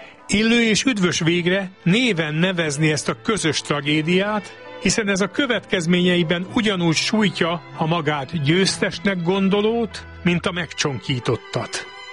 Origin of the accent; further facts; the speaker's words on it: Újkígyós, Békés, Hungary; A számomra kedves szülőfalum, Újkígyós, a történelmi Magyarország kellős közepén fekszik.